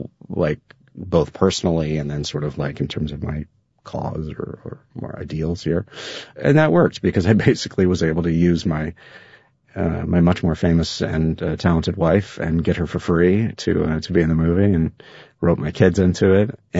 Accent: Austin, Texas, United States; in my hometown of Austin, Texas.

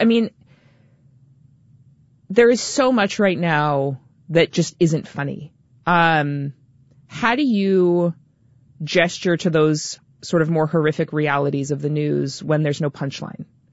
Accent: Canada; born there; I'm Canadian.

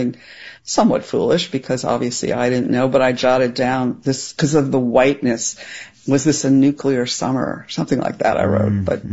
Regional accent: New York City, New York, United States

